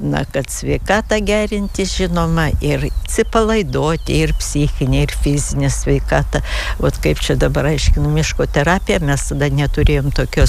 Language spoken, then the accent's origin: Lithuanian; Mažeikiai, Telšiai County, Lithuania; moved away; aš esu iš Žemaitijos, kilusi nuo Mažeikių ir tikrai irgi turėjom ir namelį gražų, ir aplinką gražą, ir sodą daržą, ir upelį, kas tik nori.